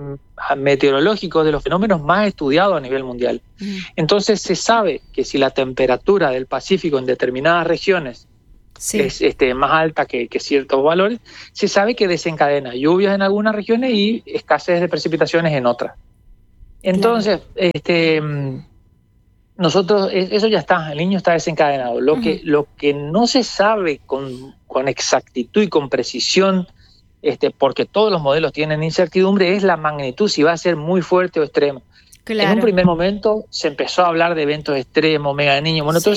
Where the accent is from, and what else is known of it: Corrientes, Argentina